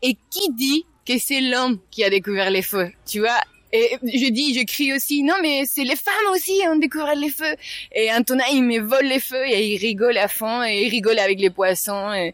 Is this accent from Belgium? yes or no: no; Chile; accent: Chilean; French is a second language; moved away; j'ai cette petite accent parce que je suis chilienne.